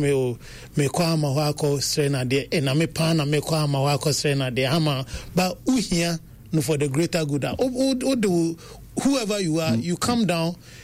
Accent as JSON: {"language": "English", "town": "Kumasi", "region": "Ashanti", "country": "Ghana", "tie": "born or raised there", "said": "is just because of the fact that I was picked from Kumasi, and I grew up in."}